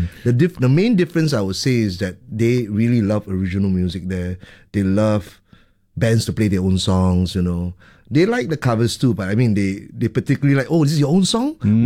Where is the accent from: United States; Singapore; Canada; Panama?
Singapore; I mean, I'm Singaporean and growing up in Singapore, you know, when I was 16, as I said, you know, in church I learned music